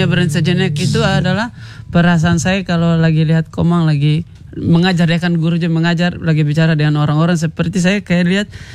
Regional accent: Buton, Southeast Sulawesi, Indonesia; also born or lived in Wakatobi; kami orang Buton bicaranya berbeda.

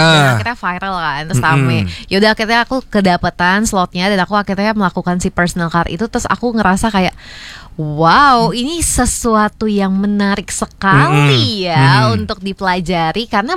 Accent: Balikpapan, East Kalimantan, Indonesia; moved away as an adult; now in Tambun, Indonesia; Saya dari Balikpapan, Kalimantan Timur nih kebetulan.

